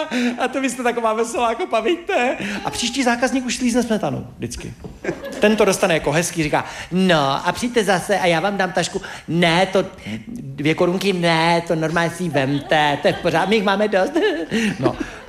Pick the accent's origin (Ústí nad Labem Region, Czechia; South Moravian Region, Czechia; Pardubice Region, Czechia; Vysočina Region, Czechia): Ústí nad Labem Region, Czechia; Most; Já jsem z Mostu, tam je fabrika, tam je taková chemička a tam pouští toxiny.